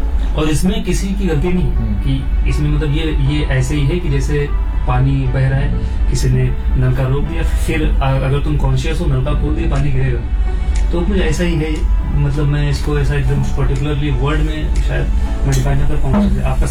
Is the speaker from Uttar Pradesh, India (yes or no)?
yes; Lucknow, Uttar Pradesh, India; मैं लखनऊ से हूँ, तो मेरी उर्दू थोड़ी अच्छी ग्रिप है उर्दू पे, मगर उतनी भी अच्छी नहीं